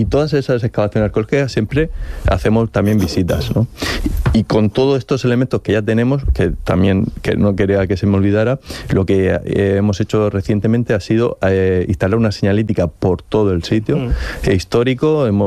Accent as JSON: {"language": "Spanish", "town": "Monteagudo", "region": "Region of Murcia", "country": "Spain", "said": "y yo soy de allí, de Monteagudo, soy del pueblecito de La Cueva"}